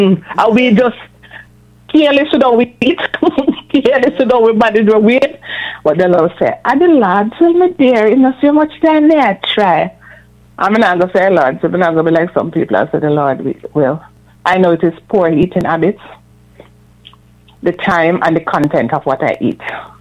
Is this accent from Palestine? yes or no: no; Jamaica; When I used to go to church, I still go to church. In my church, growing up in Jamaica